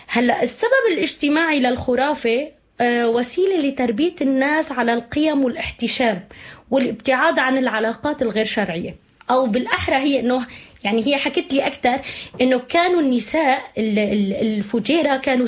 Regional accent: Syria; نحن عندنا بسوريا بالشام مشهوره امنا الغوله

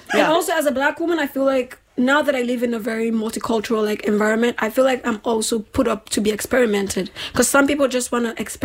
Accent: Nigeria; moved away; because I grew up in Nigeria. I wasn't black until I moved out of Nigeria.

